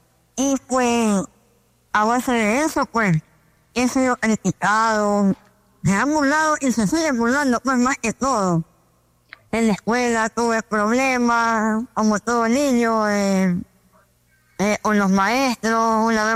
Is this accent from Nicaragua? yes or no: yes; Nicaragua; soy originario de Nicaragua